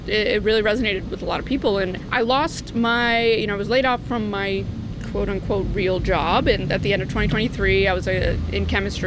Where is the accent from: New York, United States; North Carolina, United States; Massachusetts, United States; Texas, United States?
Massachusetts, United States; You know, I'm from Massachusetts, so it was sort of a natural thing.